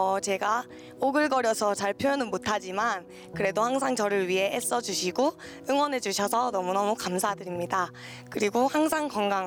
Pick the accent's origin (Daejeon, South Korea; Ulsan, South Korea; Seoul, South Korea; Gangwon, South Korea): Ulsan, South Korea; now in Namwon, South Korea; 제가 본가는 울산인데요. 아. 제가 남원 구강 예술고등학교에 다니고 있어서